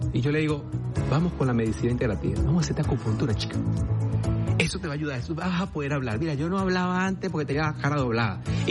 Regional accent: Caracas, Capital District, Venezuela

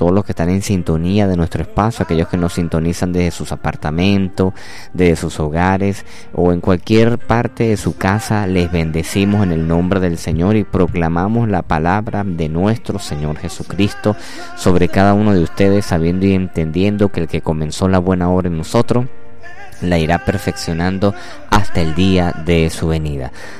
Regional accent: Venezuela; nuestro hermoso país Venezuela.

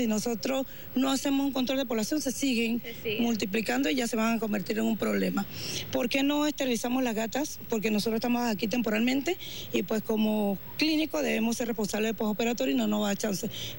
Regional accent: San Cristóbal, Táchira, Venezuela; nosotros venimos de San Cristóbal, estado Táchira, y llegamos 2 días después de este movimiento tan terrible que azotó el estado

